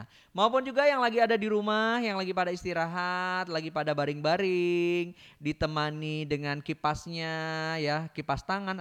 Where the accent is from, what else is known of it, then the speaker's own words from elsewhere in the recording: Jambi, Indonesia; kita sebagai warga Jambi